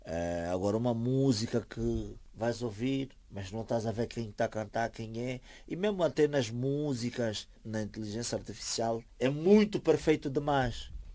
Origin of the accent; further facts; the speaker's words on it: Angola; moved away; Para mim será bom estar na minha terra natal